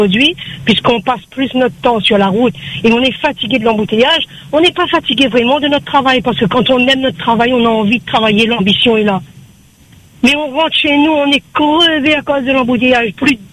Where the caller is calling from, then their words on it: Réunion, France; je travaille sur Saint-Denis. Je pars dans l'Ouest tous les jours, je rentre chez moi.